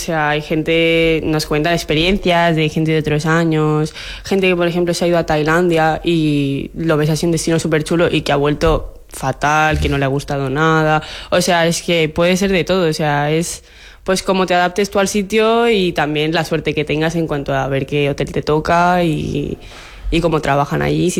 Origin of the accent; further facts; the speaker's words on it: Ibiza, Balearic Islands, Spain; moved away as an adult; now in Mallorca, Spain; De Ibiza solo yo.